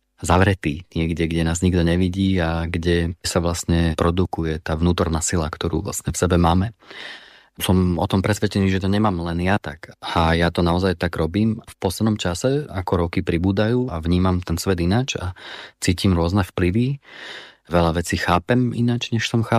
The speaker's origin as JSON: {"language": "Slovak", "town": "Prešov", "region": "Prešov Region", "country": "Slovakia", "tie": "born or raised there", "said": "Keďže ja som pôvodom z Prešova, tak u nás je viac lesov než hôr."}